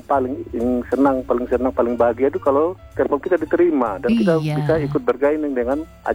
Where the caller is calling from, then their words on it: East Nusa Tenggara, Indonesia; saya kan orang NTT.